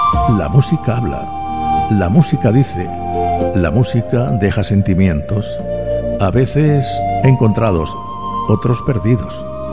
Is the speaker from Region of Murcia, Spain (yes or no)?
yes; Murcia, Region of Murcia, Spain; born there; Yo nací en Murcia, bautizado en la iglesia de San Lorenzo de Murcia.